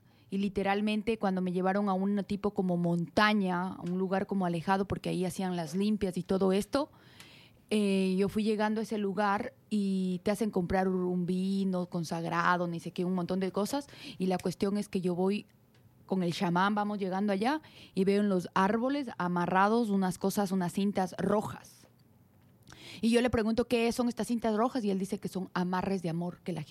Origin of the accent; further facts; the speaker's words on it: Ecuador; yo soy de Ecuador, y en Ecuador, pues mi familia